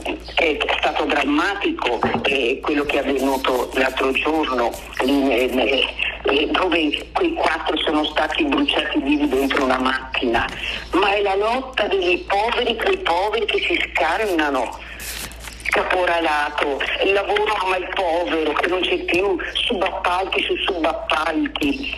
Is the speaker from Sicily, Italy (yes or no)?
no; Veneto, Italy; born there; sono vicentina, di vicino, ecco.